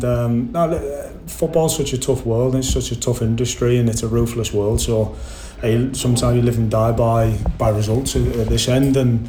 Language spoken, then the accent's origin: English; Middlesbrough, North East England, United Kingdom; I grew up in Middlesbrough, up in the North East